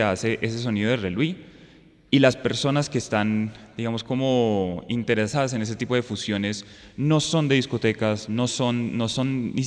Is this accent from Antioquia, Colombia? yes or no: no; Neiva, Huila, Colombia; born there; now in Bogotá, Colombia; yo con mis influencias naciendo en Neiva, Huila, y después viniendo a Bogotá